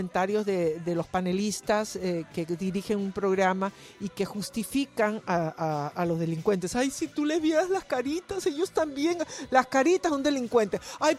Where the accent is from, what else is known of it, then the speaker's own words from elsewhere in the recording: Peru; moved away; yo como peruana, que tengo mucha familia en mi país